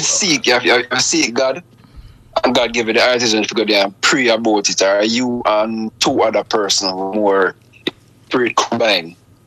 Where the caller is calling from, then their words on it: Manchester, North West England, United Kingdom; from Manchester.